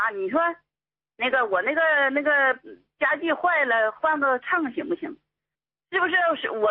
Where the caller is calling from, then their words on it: Heilongjiang, China; 我家是黑龙江的